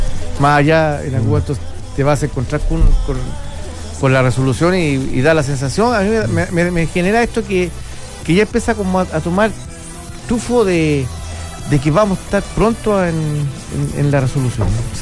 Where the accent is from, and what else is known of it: Chile